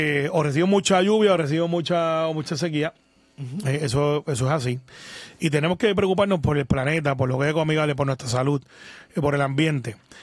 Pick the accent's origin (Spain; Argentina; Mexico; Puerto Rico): Puerto Rico; Guaynabo; yo mi familia es de ahí, yo soy de Antes se llamaba Cantagallo, ahora le dicen Singing Rooster porque estamos en Guaynabo City